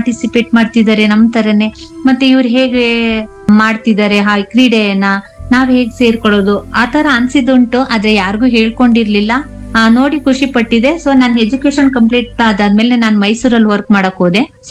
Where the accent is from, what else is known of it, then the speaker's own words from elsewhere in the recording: Karnataka, India; born there; also born or lived in Mysore; 1-7 ನಾನು ಕಂಚುಗರ ಕಪ್ಪಲಲ್ಲಿ ಓದಿದ್ದು, 7th P U ನಮ್ಮ ಊರಿನ ಪಕ್ಕ 4 ಕಿಲೋಮೀಟರ್ ಕಿಸ್ತೂರ್ ಕಪ್ಪಲು. ನೆಕ್ಸ್ಟ್ 2 ಡಿಗ್ರಿ ಇನ್ನಾಗ ಕೆಆರ್ ನಗರದಲ್ಲೇ ಮಾಡಿದ್ದು.